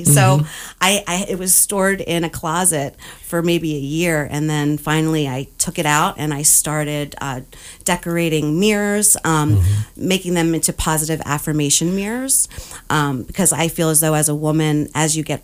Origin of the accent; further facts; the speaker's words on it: Newtown, Pennsylvania, United States; born there; So I was born in Newtown, Pennsylvania.